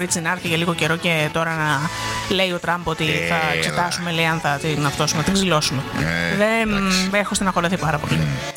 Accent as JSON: {"language": "Greek", "country": "Greece"}